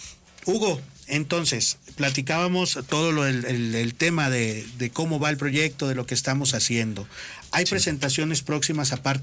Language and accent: Spanish; Saltillo, Coahuila, Mexico; moved away; also born or lived in Monterrey, Nuevo León; Yo soy de Saltillo. Toda mi vida estuve más en Monterrey, ahí estudié.